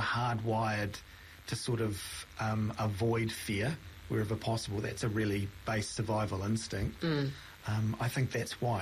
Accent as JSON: {"language": "English", "country": "New Zealand", "said": "as a Kiwi"}